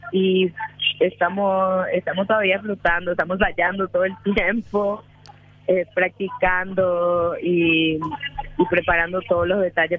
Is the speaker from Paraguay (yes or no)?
yes; Paraguay